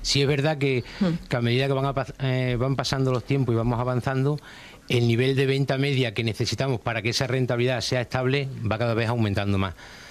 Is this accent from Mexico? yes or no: no; Extremadura, Spain; Aquí te hablo ya como extremeño, no como presidente de la asociación.